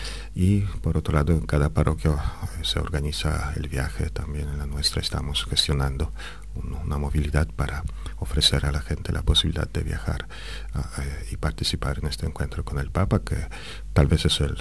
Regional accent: Argentina

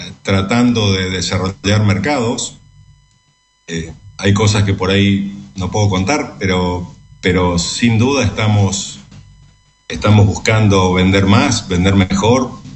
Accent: Corrientes, Argentina; Que somos profundamente correntinos.

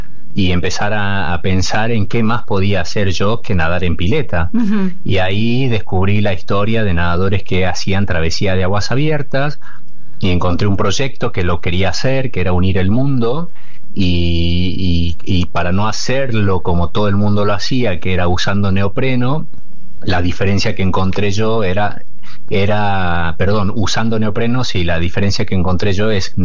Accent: Tucumán, Argentina; es como decir Tucumán, yo que soy tucumano, ¿en dónde nadas en aguas frías en Tucumán?

